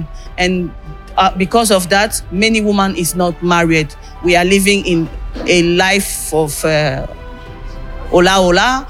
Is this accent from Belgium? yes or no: yes; Belgium; I come from Belgium.